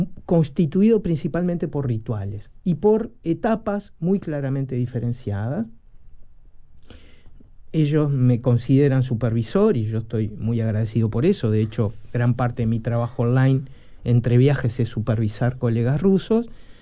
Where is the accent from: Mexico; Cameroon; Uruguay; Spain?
Uruguay; Cuando aquí en Uruguay nos recibimos de psicólogo